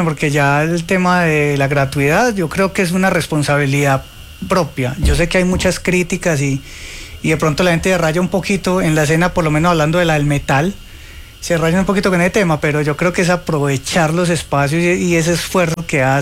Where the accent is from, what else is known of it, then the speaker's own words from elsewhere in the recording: Bello, Antioquia, Colombia; Yo soy de Bellojistán.